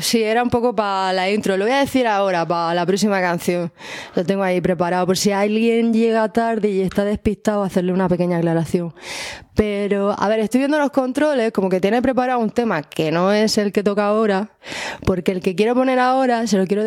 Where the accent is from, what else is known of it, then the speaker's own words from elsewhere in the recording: Almería, Andalusia, Spain; No sé por qué, soy de Almería, pero digamos que llegué a eso antes que ninguna otra cosa.